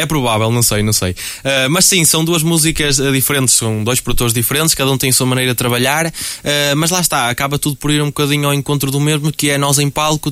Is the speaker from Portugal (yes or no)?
yes; Norte, Portugal; do Ouro Litoral, que é, no fundo, de onde eu sou.